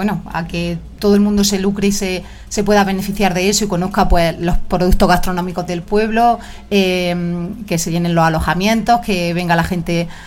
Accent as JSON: {"language": "Spanish", "town": "La Puebla", "country": "Spain", "moved": "yes", "said": "la Puebla, aunque estemos lejos, nosotros nos dicen de dónde somos, pues somos de la Puebla, o sea, estamos siempre de aquí."}